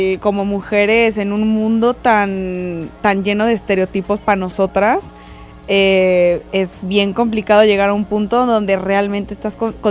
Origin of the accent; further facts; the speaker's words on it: Mexico City, Mexico; Yo soy de la Ciudad de México, sí.